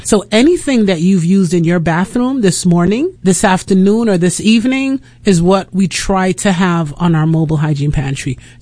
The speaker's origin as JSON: {"language": "English", "region": "New York", "country": "United States", "also_born_or_lived": "England", "moved": "as an adult", "lives_now": "Port St. Lucie, United States", "said": "So first of all, I'm from Brooklyn."}